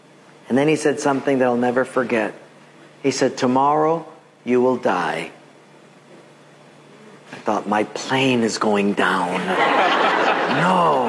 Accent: Honolulu, Hawaii, United States; I'm from Palolo.

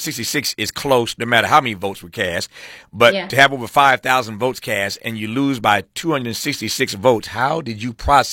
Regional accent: Indiana, United States; So when I was growing up in Indiana, I got asked all the time about my name

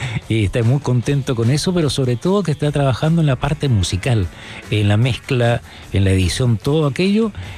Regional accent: Chile; como decimos acá en Chile

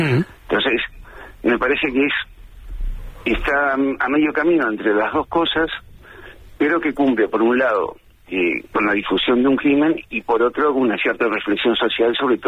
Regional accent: Uruguay; Yo soy uruguayo.

